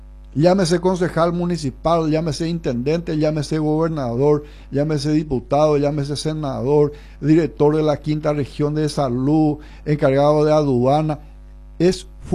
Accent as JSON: {"language": "Spanish", "country": "Paraguay", "said": "Como paraguayo te digo eso."}